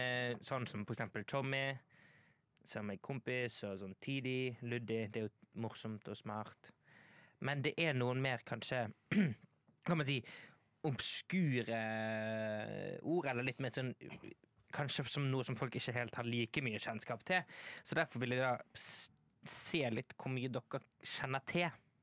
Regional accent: Bergen, Vestland, Norway; jeg er fra Bergen.

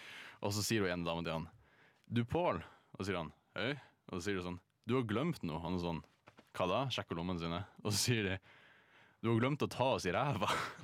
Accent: Bodø, Nordland, Norway; moved away; så er ikke jeg herfra, jeg er fra Bodø.

